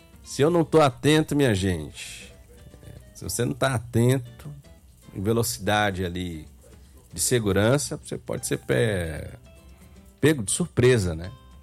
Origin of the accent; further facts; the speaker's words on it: Fortaleza, Ceará, Brazil; born there; O Mauri tá lá no Conjunto Ceará, tá na minha terra